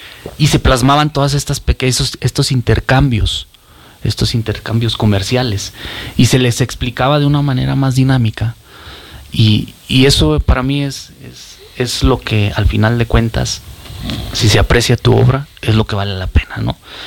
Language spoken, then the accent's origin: Spanish; Iguala, Guerrero, Mexico; moved away as an adult; now in Zacatecas, Mexico; Soy originario de Iguala, Guerrero, pero ya 10 años, los mismos 10 años que tenemos ya de oficio, de artista, pues son los mismos que tengo viviendo acá.